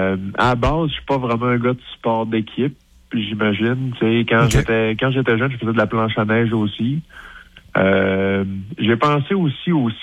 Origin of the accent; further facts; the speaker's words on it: Quebec, Canada; je suis un petit gars de région, je viens du Saguenay-Lac-Saint-Jean